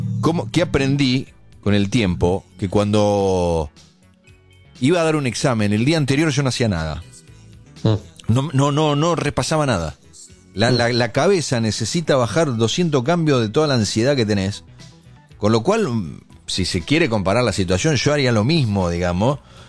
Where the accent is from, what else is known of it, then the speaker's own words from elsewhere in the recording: General La Madrid, Buenos Aires Province, Argentina; no, yo soy de la Madrid, y jodemos con eso siempre. Es el, él es el gaucho de General Madariaga y yo de General La Madrid.